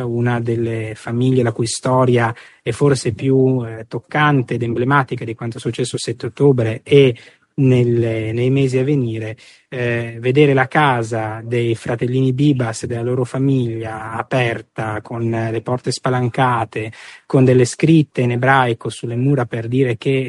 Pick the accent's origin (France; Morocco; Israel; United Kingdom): Israel; Nir Oz, Southern District; Veniamo da Niroz. Niroz è stato uno dei kibbutzim più colpiti dalla strage del 6 ottobre, a poco più di 2 chilometri da Khan Yunis